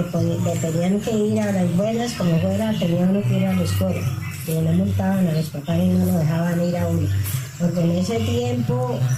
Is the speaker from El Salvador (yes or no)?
no; Boyacá, Colombia; born there; now in Saravena, Colombia; de mi pueblo aquí, de mi pueblo que es en Boyacá, nos mudamos para Saravena.